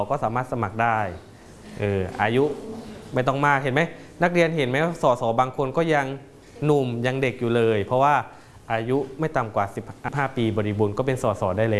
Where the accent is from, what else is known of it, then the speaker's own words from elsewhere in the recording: Thailand; born there; พวกเราเกิดในจังหวัดประจวบคีรีขันธ์ถูกไหม